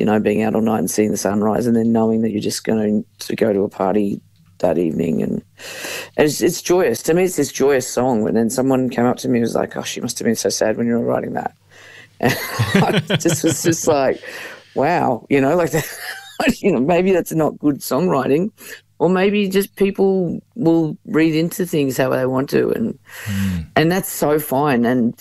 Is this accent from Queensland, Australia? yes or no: no; Port Albert, Victoria, Australia; But my grandparents eventually bought the general store in Port Albert, and that's how come we ended up there. So, mum and dad moved down there. And so when I grew up there